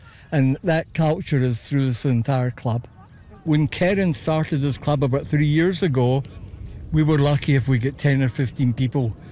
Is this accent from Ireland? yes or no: no; Glasgow, Scotland, United Kingdom; now in Canada; Originally from Glasgow.